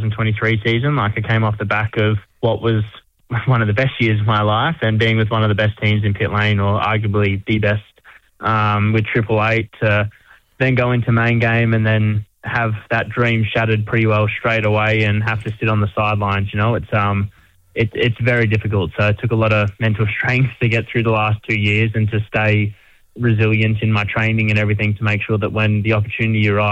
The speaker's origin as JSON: {"language": "English", "town": "Mackay", "region": "Queensland", "country": "Australia", "tie": "born or raised there", "also_born_or_lived": "Victoria", "said": "Yes, I was born in Victoria, but I spent most of my life in Mackay."}